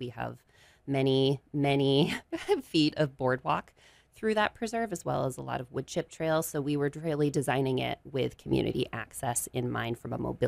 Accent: Gorham, Maine, United States; moved away; I grew up in Gorham. I'm excited to be back in the area

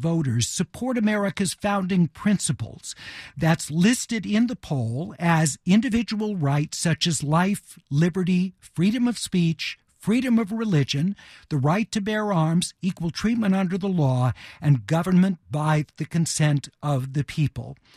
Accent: United States; I do love being American

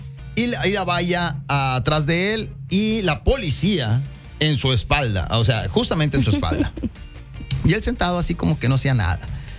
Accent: Mexico; obviamente somos mexicanos

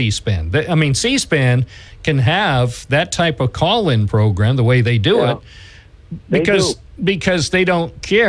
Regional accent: Binghamton, New York, United States; born there; I've been in Binghamton for a long time, too. I was born here

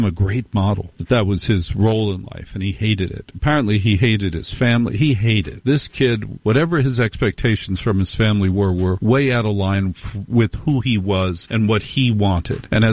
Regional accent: New York City, New York, United States; By the way, as a New Yorker, let me suggest to you, I'm sure you've heard this before, that if you visit New York City, do not go to Times Square on New Year's Eve.

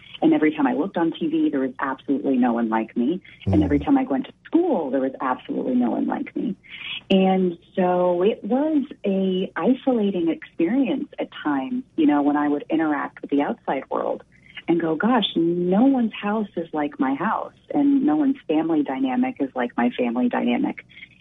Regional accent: Houston, Texas, United States; I was mixed race. And I was growing up in Houston, Texas in 1999 with a Colombian immigrant mom and a Persian immigrant dad.

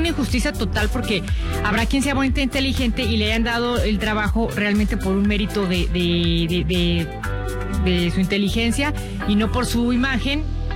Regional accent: Mexico; Soy más mexicano que el nopal y los frijoles y la salsa de molcajete.

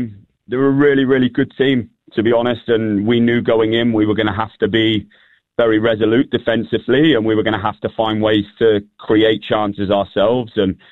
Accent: England, United Kingdom; now in Asheville, United States; I'm English

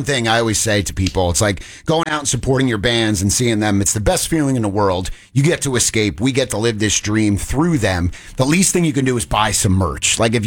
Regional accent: East Coast, United States; I'm from the East Coast.

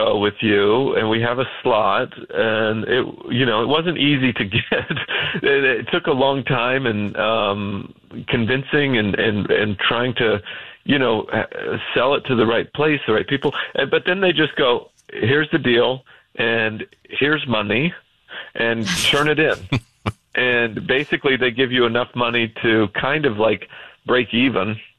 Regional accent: Idaho, United States; moved away as an adult; also born or lived in Utah / New York City / Boston; I grew up in Idaho. It was just I went to college in Utah, and Salt Lake City's really the closest major city to where I'm from.

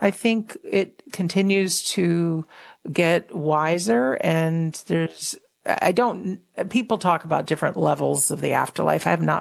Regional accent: Connecticut, United States; also born or lived in Minnesota; now in Rhode Island, United States; But I grew up in Connecticut, born in Minneso

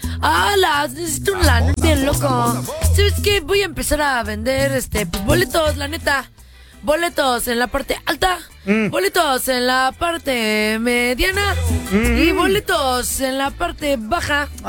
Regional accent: Iztapalapa, Mexico City, Mexico; México es sede. Y yo soy de Iztapalapa y no me queda tan lejos.

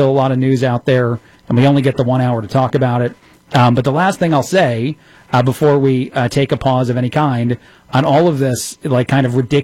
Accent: New Jersey, United States; We all love those growing up in New Jersey.

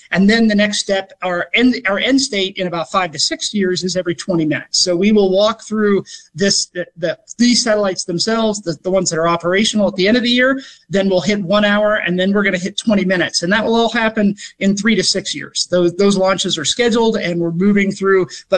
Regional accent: Gulf Coast, United States; I grew up in the Gulf Coast, so I grew up with hurricanes.

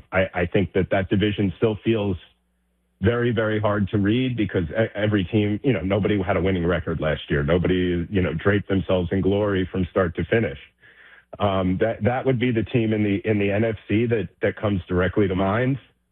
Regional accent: New York, United States; You know, I'm as I said earlier in this, I'm a New Yorker

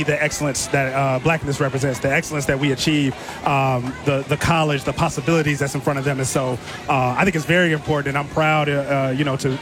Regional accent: Chicago, Illinois, United States; moved away as an adult; now in Milwaukee, United States; Born and raised in Chicago.

